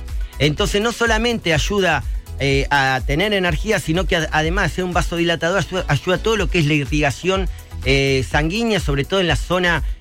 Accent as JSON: {"language": "Spanish", "town": "La Plata", "region": "Buenos Aires Province", "country": "Argentina", "said": "Soy de La Plata"}